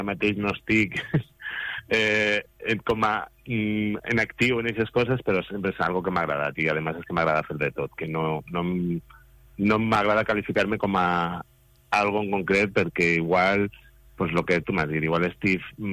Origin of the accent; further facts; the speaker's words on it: Guardamar del Segura, Valencian Community, Spain; però que també la pots trobar en el meu poble, en Guardamar, i allà era el màster.